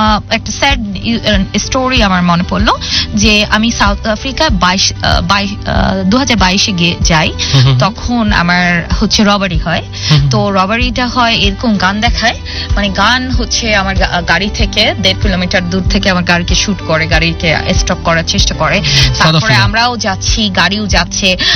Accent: Bangladesh; আমি একজন বাংলাদেশি হিসেবে করেছি, আমি প্রথমে একজন বাংলাদেশি তারপর হচ্ছে আমার জেন্ডার

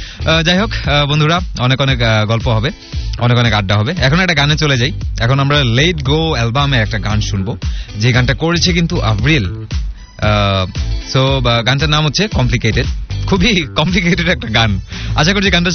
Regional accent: Bangladesh; আমরা বাংলাদেশি যারা আছি

